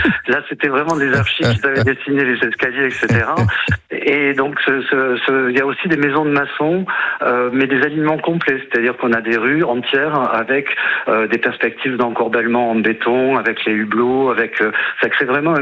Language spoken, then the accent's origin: French; Toulouse, Occitanie, France; Je suis toulousain, donc je parle sans crainte.